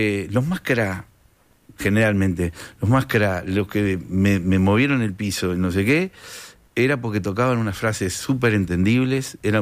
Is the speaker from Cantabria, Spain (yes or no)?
no; Canary Islands, Spain; Digo, dale, somos 7 canarios, le digo, vamos a mover esto.